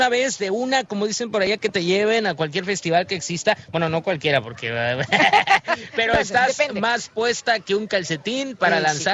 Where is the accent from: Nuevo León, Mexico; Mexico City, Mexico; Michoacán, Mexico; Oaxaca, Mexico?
Oaxaca, Mexico; yo soy oaxaqueño